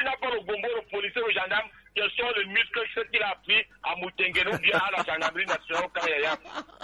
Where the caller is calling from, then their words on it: Cameroon; Le Cameroun, je peux te parler en patois, mais je ne sais pas si tu vas comprendre dans mon patois.